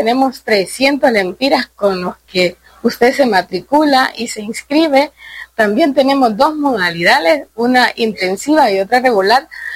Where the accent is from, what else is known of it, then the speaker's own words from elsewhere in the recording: Honduras; es una buena oportunidad que tenemos como hondureños de aprender una segunda lengua